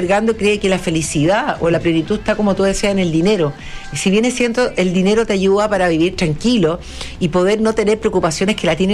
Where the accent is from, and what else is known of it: Chile